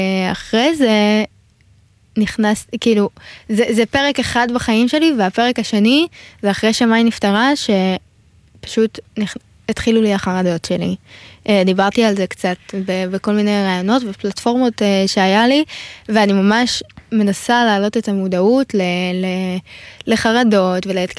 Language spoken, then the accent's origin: Hebrew; Givatayim, Tel Aviv District, Israel; born or raised there